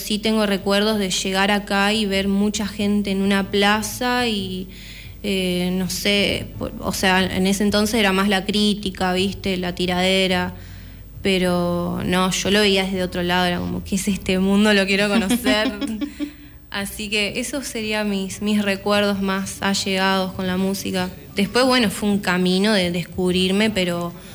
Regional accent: Mar del Plata, Buenos Aires Province, Argentina; born there; now in Concordia, Argentina; Yo no nací acá. Yo nací en Mar del Plata.

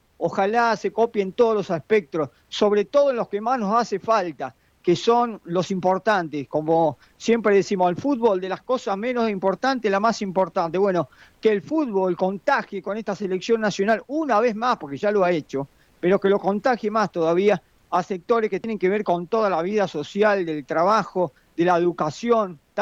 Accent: Argentina; somos argentinos, que tenemos esa coincidencia y esas raíces.

